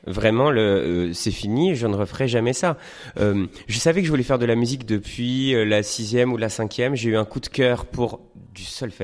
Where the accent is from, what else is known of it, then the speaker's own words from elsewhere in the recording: Romorantin-Lanthenay, Centre-Val de Loire, France; je viens de Romorantin, en région centre.